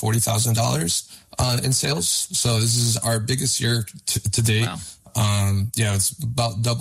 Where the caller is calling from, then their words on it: Chicago, Illinois, United States; I'm calling from Chicago, Illinois.